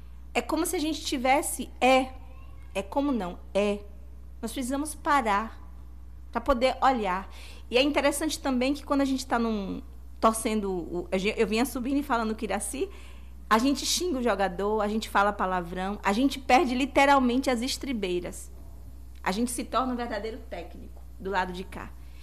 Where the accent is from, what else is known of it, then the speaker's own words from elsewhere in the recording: Brazil; nós somos brasileiros, né?